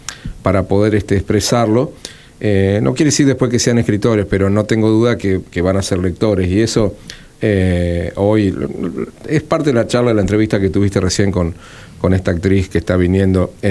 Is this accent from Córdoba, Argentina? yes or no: no; Providencia, Santa Fe, Argentina; moved away as an adult; now in Santa Fe, Argentina; Yo vengo de Providencia, ¿sí? Yo vine a estudiar a la universidad pública, no tenía conocidos en Santa Fe